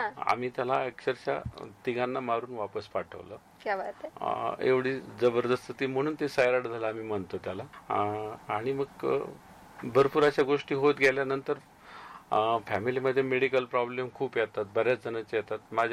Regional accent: Georai, Maharashtra, India; moved away as an adult; now in Ahmednagar, India; माझं बालपण बीड मध्ये गेलेलं आहे. मी बीड जिल्ह्यातला आहे, गेवराई तालुक्यामध्ये मी माझं बालपण गेलेलं आहे.

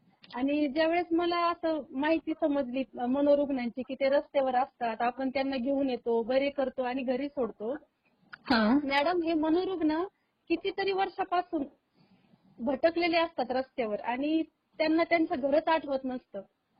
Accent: Ahmednagar, Maharashtra, India; also born or lived in Pune; मी नगरचीच आहे, नगरमध्ये निंबळक येथे मी राहते

